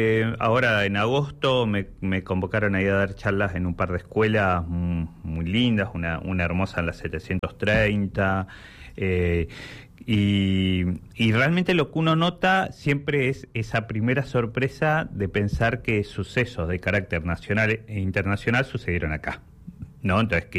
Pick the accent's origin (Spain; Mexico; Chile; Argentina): Argentina; Patagonia; somos patagónicos, nos gusta esta tierra.